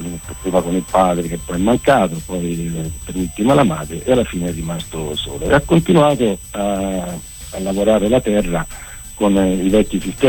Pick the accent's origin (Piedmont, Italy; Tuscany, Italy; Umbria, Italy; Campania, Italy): Tuscany, Italy; Montepulciano; la Val di Chiana, che poi è la mia terra, partendo dal mio paese, che si chiama Acquaviva, che è nel comune di Montepulciano